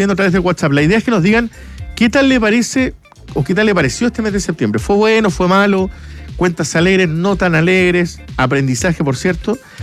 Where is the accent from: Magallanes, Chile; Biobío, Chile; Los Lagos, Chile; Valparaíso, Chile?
Magallanes, Chile; Punta Arenas